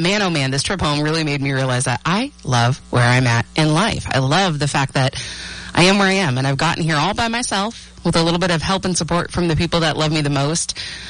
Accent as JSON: {"language": "English", "town": "Tacoma", "region": "Washington", "country": "United States", "tie": "born or raised there", "moved": "yes", "said": "I actually got the chance to go back to my hometown recently. Tacoma, Washington, south of Seattle."}